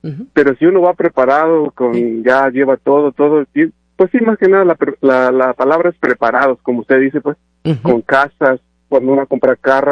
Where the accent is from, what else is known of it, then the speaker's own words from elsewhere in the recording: Chiapas, Mexico; un saludo para toda la gente de Chiapas, porque soy de Chiapas.